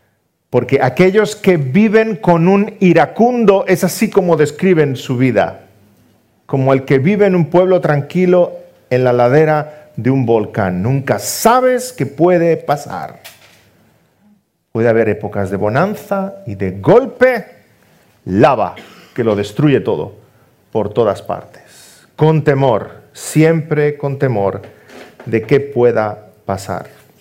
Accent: Balearic Islands, Spain; moved away; Yo que soy mallorquín

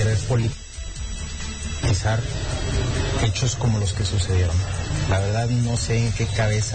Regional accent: Durango, Mexico; somos duranguenses, todos vivimos aquí.

